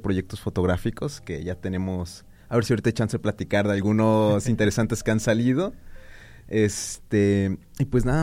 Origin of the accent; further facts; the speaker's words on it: Tepic, Nayarit, Mexico; soy orgullosamente tepicense, de formación soy sociólogo y soy arquitecto.